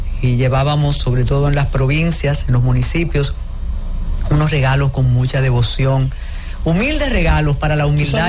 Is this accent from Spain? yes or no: no; Puerto Plata, Dominican Republic; yo la tuve desde mi infancia en Puerto Plata